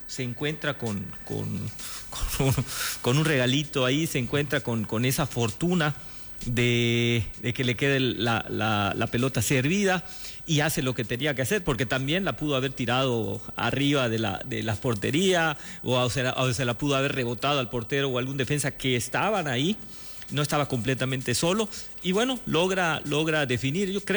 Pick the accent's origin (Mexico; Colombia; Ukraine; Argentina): Mexico; nos viene bien a nosotros como mexicanos el ya sabernos calificados en este momento.